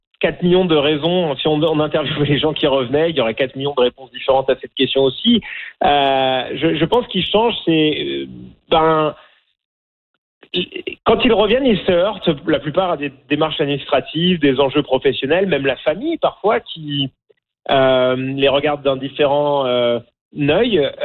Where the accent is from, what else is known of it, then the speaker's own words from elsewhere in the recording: France; accent: French of France; moved away as an adult; now in Canada; J'ai un accent français de France. Pourtant, ça va faire 20 ans, plus de 20 ans que je vis au Canada, que je suis canadien